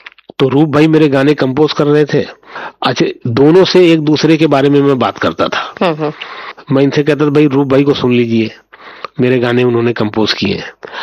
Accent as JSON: {"language": "Hindi", "town": "Surat", "region": "Gujarat", "country": "India", "moved": "as an adult", "lives_now": "Mumbai, India", "said": "तो मैं सूरत से मुंबई आ गया 2001 फरवरी में।"}